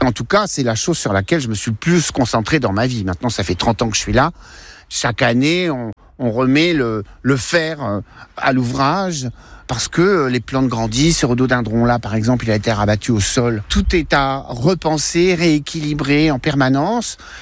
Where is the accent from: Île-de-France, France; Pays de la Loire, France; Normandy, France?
Normandy, France; Barneville-Carteret; C'est ce qu'il y a dans les robinets à Barneville, là où j'ai grandi.